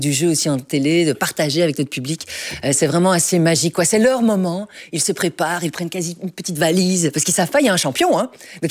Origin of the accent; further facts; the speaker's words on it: Belgium; chez nous en Belgique.